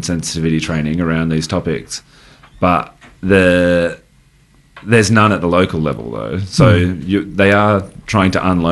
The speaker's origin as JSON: {"language": "English", "region": "Victoria", "country": "Australia", "tie": "born or raised there", "said": "I grew up in the Mallee"}